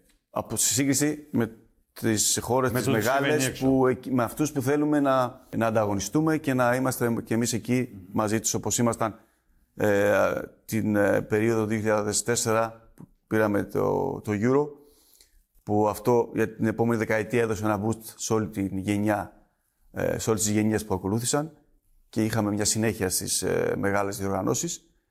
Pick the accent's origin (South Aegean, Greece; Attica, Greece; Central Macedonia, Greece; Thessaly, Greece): Attica, Greece; Athens; born there; also born or lived in Gagarin, Uzbekistan; Ήμουν 8 χρονών. Ήρθαμε, κάναμε μια εβδομάδα με το τρένο. Περάσαμε από Θεσσαλονίκη και καταλήξαμε Αθήνα.